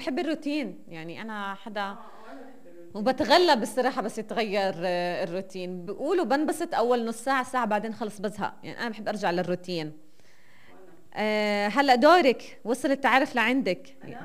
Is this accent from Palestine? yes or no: yes; Asira ash-Shamaliya, Nablus Governorate, Palestine; كل البلد بتعرف اني انا من عصيرة.